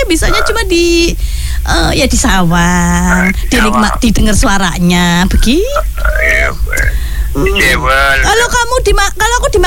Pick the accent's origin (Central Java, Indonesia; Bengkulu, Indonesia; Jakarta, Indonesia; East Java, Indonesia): Central Java, Indonesia; Surakarta; Kalau saya kan putri Solo